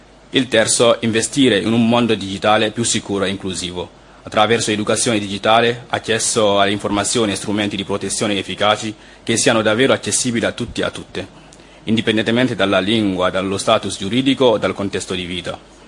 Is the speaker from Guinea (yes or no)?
yes; Guinea; now in Italy; vengo dalla Guinea Conakry. Vivo in Italia da quasi 4 anni ormai.